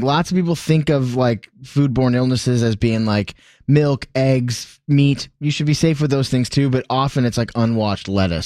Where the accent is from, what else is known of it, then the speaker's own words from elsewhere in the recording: Michigan, United States; Even larger outbreak in my home state of Michigan.